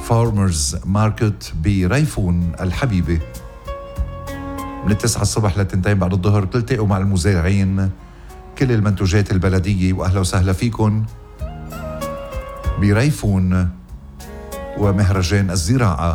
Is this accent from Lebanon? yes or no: yes; Ghazir, Keserwan-Jbeil, Lebanon; born there; بكفر حباب غزير ضيعتي الحلوة.